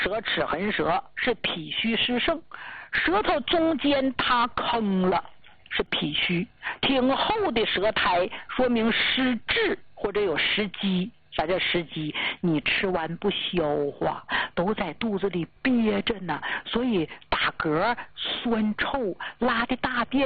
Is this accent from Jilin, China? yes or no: yes; Jilin, China; 那么在咱们家乡，就咱们吉林老家这块儿